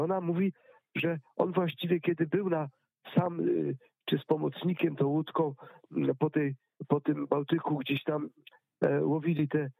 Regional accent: Pomeranian Voivodeship, Poland; born or raised there

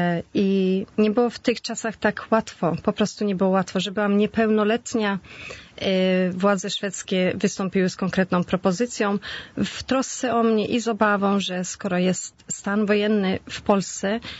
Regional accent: Świnoujście, West Pomeranian Voivodeship, Poland; born or raised there; moved away

